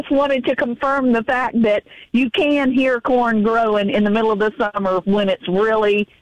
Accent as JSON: {"language": "English", "region": "Florida", "country": "United States", "tie": "born or raised there", "said": "because that I was raised in Florida, and that was what I equated it to, that or tree frogs at night."}